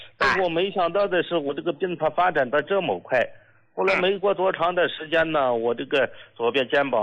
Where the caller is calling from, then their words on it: Shandong, China; 我家是山东的，我呢是一名出租车司机